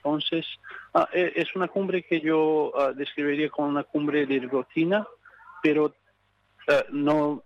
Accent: Brazil; Spanish is a second language; soy de Brasil … de Brasil.

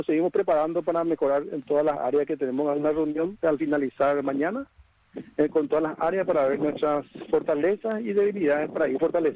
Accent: Asunción, Paraguay; No, yo soy de Asunción. Estoy acá trabajando.

